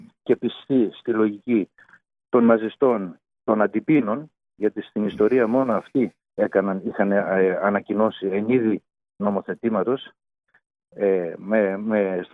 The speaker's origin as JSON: {"language": "Greek", "region": "Peloponnese", "country": "Greece", "said": "έκαψαν τα χωριά μας."}